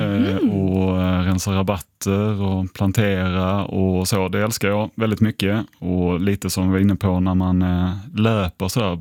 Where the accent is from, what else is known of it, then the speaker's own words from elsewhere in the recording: Sweden; De tyckte det var så kul att man var där som en europé och som en svensk och besökte dem